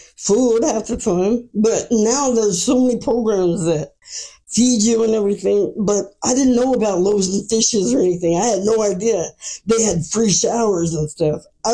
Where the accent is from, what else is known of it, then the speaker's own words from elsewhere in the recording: Sacramento, California, United States; Yes, I grew up here in Sacramento.